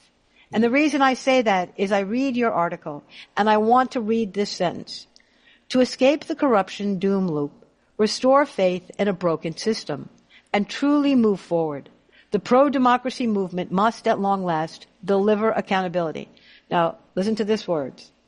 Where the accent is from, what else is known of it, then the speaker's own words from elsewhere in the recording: New Hampshire, United States; I'm from New Hampshire. So, you know, when you're living in New Hampshire, you get to meet all the candidates